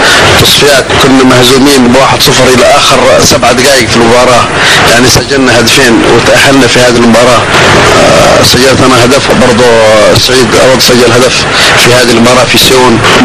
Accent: Hadhramaut, Yemen; نحن مننا 10 من حضرموت

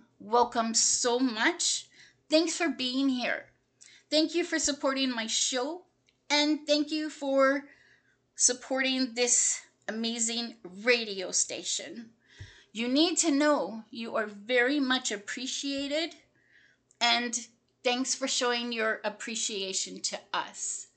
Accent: British Columbia, Canada; born there; All right, so I was born on the Lower Mainland of British Columbia. So 4 hours from here, something like that.

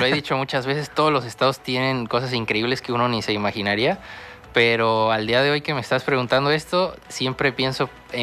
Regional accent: Tabasco, Mexico; ya extrañaba las subidas porque vengo de Tabasco y es plano todo.

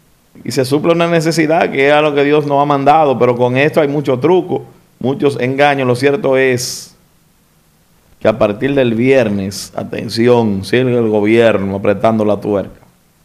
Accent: Dominican Republic; lo primero que se paran a socorrer somos los dominicanos

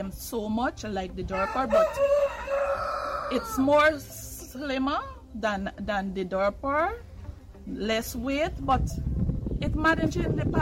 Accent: Mahaica-Berbice, Guyana; I'm from Lovely Lass, West Coast Corbis, Region 5. I'm a farmer who mind sheep

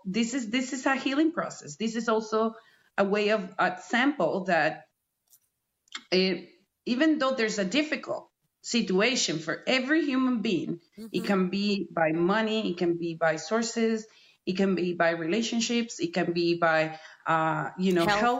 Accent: Venezuela; moved away; I come from Venezuela, a country that's been in war for 5 years, not with arms, with society.

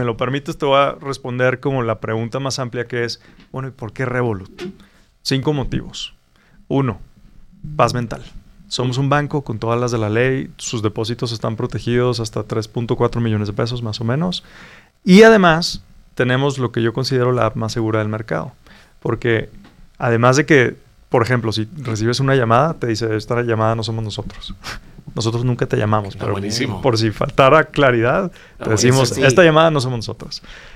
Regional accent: Mexico; y pues eso como mexicano me da mucho orgullo, ¿no?

